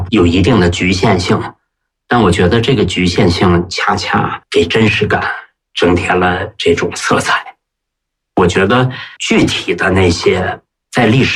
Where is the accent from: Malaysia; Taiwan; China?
China; Heilongjiang; 因为我本身是黑龙江人嘛，小说文目多，我对那块土地特别熟悉嘛。